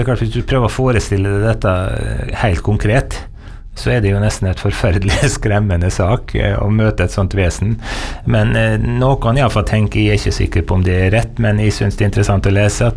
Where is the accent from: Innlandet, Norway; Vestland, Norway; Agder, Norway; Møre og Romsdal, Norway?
Møre og Romsdal, Norway; Eide; hjemme på Eide på Nordmøre, hvor jeg er døpt og konfirmert